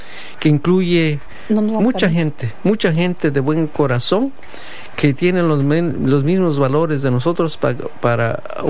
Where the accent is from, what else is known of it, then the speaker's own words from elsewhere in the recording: Oaxaca, Mexico; Si ustedes no conocen esto, a esta región de mi pueblo, pues estamos en la cañada esa entre Ojapan de León, la carretera esa que va para Tehuacán, Puebla, que está al norte, parte norte del estado de Oaxaca